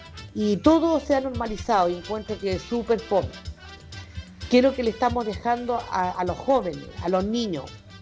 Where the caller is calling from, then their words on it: Quilpué, Valparaíso, Chile; Lo llamo de acá, de Quilpué.